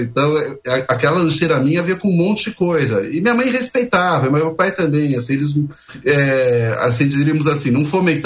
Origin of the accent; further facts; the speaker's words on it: São Paulo, Brazil; eu sou paulistano da gema. É muito interessante, né? É difícil não pensar em alguma coisa extra terrena, né, para assim dizer, porque eu nasci no meio de Moema, num apartamento de 70 metros quadrados